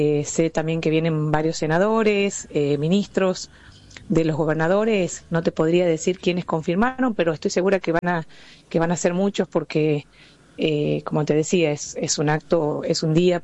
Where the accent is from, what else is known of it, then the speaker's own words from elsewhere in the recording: Tucumán, Argentina; yo como tucumana